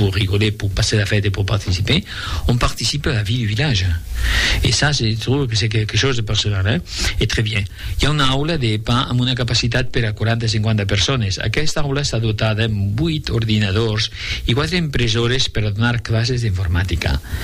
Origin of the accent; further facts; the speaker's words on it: Southern France, France; on peut être critiqué parce qu'on est méridional, on a un soleil magnifique qui nous pousse à faire la sieste, mais on travaille aussi.